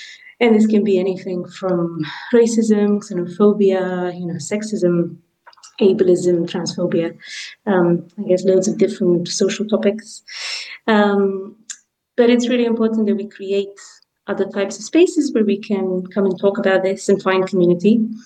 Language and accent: English; Romania; English is a second language; now in United Kingdom; so I'm a migrant in the UK, moved here in 2009, I'm from Romania.